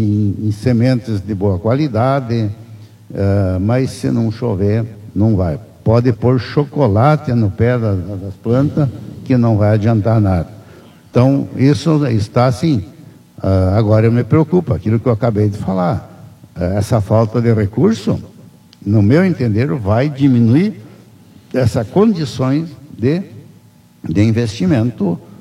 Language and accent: Portuguese; Brazil; nós somos brasileiros